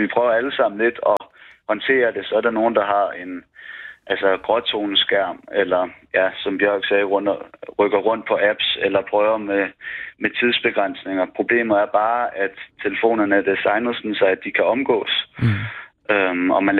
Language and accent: Danish; Rudersdal, Capital Region of Denmark, Denmark; now in Tingbjerg, Denmark; Jamen, jeg ringer fra Tingbjerg. Jeg er vokset op i Rudersdal Kommune, og der fik vi skole-iPads i 3. klasse.